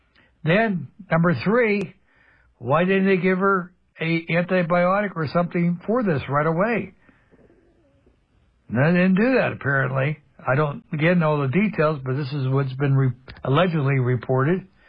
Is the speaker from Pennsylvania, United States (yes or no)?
yes; Pennsylvania, United States; when I was growing up in Mercer County, we had a lot more than 180,000 people, 120,000, 130,000 people.